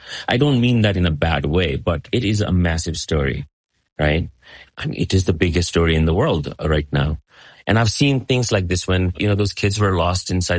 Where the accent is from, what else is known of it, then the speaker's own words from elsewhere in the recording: Nepal; I say this as a Nepali American, I'm an American citizen, but I was born and raised here.